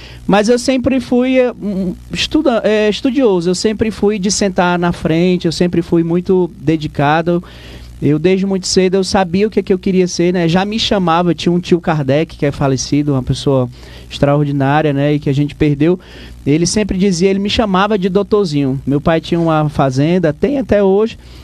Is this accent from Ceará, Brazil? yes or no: no; Brasiléia, Acre, Brazil; moved away as an adult; Isso, natural, brasileiro. E sou de lá, sou do Acre. Extremo norte, na divisa com a Bolívia.